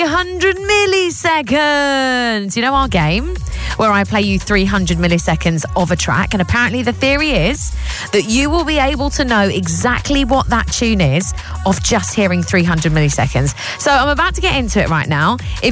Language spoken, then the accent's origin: English; Cleethorpes, Yorkshire and the Humber, United Kingdom; I used to love Haven growing up in Cleethorpes for the weekend.